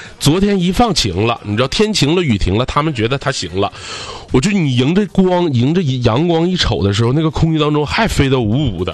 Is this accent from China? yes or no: yes; Northeast China, China; accent: Northeastern (Dongbei) dialect; 我们东北话讲叫一点不来玄的啊。